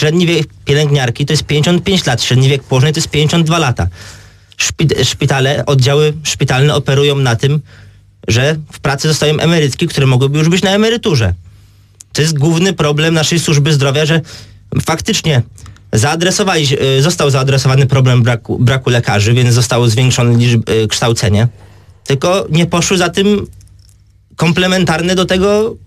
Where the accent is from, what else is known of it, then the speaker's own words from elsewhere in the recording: Namysłów, Opole Voivodeship, Poland; u nas w Namysłowie